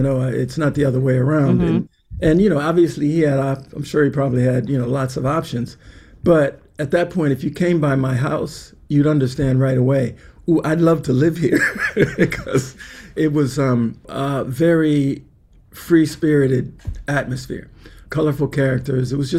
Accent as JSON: {"language": "English", "town": "Minneapolis", "region": "Minnesota", "country": "United States", "tie": "born or raised there", "said": "growing up in Minneapolis, you know, we had access to not a lot of music because we were in the Midwest."}